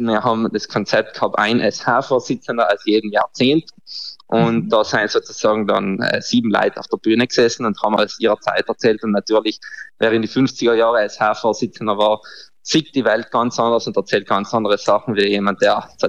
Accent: Trentino-Alto Adige, Italy

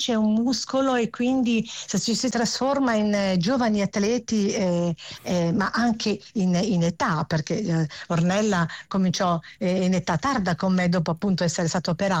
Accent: Liguria, Italy; siamo liguri.

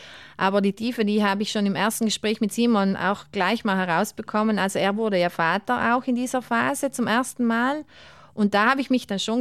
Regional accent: Ritten, Trentino-Alto Adige, Italy; Ich bin ein Berg, also ich bin ja am Ritten geboren und aufgewachsen.

